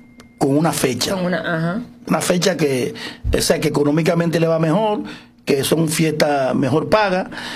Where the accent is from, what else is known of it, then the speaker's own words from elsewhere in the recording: Barahona, Dominican Republic; yo soy de Barahona